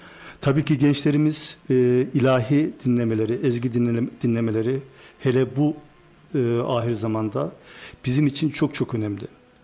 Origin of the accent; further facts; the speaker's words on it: Amasya, Turkey; Aslında ben Amasyalıyım. Amasya Büyükağa Medresesi'nde hafızlığımı yaptım.